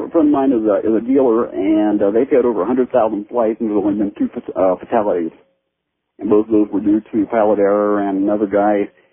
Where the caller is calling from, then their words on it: Tucson, Arizona, United States; I'm calling from Tucson.